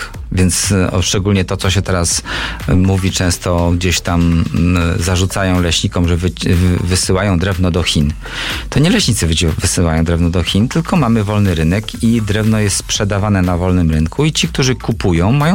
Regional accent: Warmian-Masurian Voivodeship, Poland; co u nas na Mazurach jest bardzo popularne, na Warmii również. Ja sam mam piec na drewno i palę drewnem, ogrzewam cały dom drewnem.

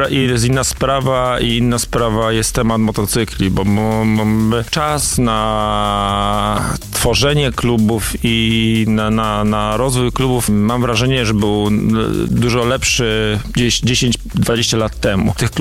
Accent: Słupca, Greater Poland Voivodeship, Poland; Flaga Słupcy i barwy Słupcy i to, że jesteśmy ze Słupcy i z powiatu słupackiego

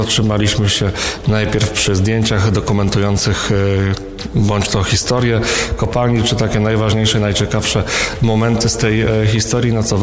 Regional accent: Konin, Greater Poland Voivodeship, Poland; wychowałem się w domu graniczącym przez płot z konicką brykietownią przy ulicy Gajowej, w jednym z tych fińskich domków

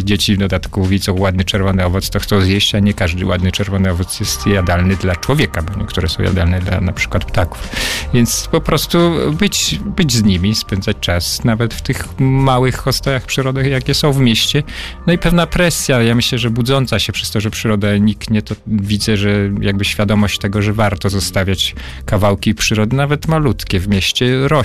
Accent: Bielsk Podlaski, Podlaskie Voivodeship, Poland; moved away; wychowaliśmy się w Bielsku Podlaskim. Do trzeciego roku życia mieszkaliśmy w tym samym bloku.

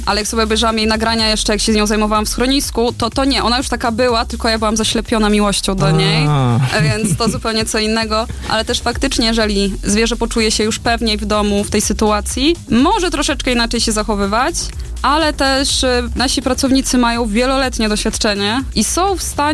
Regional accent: Podlaskie Voivodeship, Poland; accent: Suwałki; now in Toruń, Poland; Pochodzę z małej wsi na Suwalszczyźnie. Nie jest to Podlasie, jest to województwo podlaskie, ale nie zaciągam gwarą taką typowo podlaską. Miałam swoją taką suwalską, czego już nie słychać.

